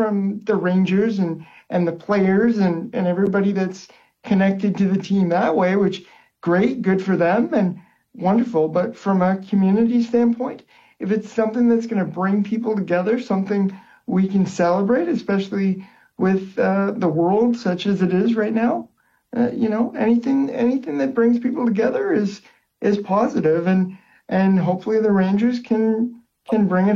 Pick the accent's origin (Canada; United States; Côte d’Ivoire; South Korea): Canada; Kitchener, Ontario; I'm from Kitchener.